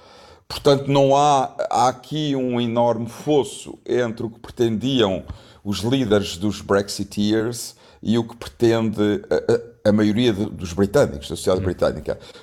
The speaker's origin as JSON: {"language": "Portuguese", "country": "Portugal", "moved": "yes", "lives_now": "United Kingdom", "said": "eu sou imigrante no Reino Unido, não sou outra coisa, sou imigrante. Sou português, graças a Deus, nem deixarei de ser, mas sou imigrante no Reino Unido."}